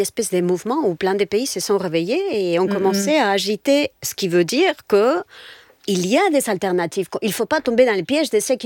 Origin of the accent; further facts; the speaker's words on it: Spain; chez moi en Espagne.